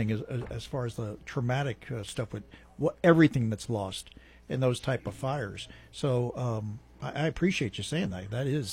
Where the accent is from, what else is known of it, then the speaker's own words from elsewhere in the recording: Jersey City, New Jersey, United States; This is like the Jersey part of me because I'm originally from Jersey City.